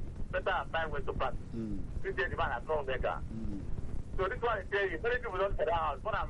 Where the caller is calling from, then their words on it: Lagos, Nigeria; I'm calling from Ajegule.